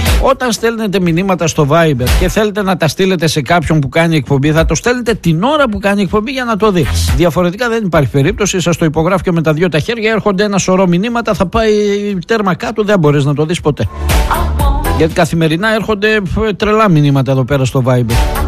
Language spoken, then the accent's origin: Greek; Greece; εγώ δεν είμαι από τον Greece. Το λέω. Εγώ είμαι από την Ελλάδα. Εγώ είμαι από την Ελλάς.